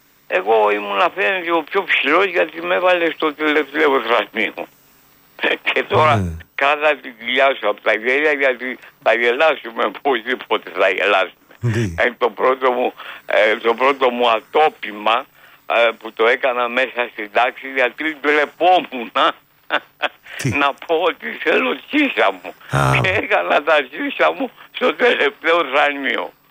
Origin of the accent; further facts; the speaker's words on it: Athens, Attica, Greece; born there; Γεννήθηκε στην Πλάκα, όπως γεννήθηκα και εγώ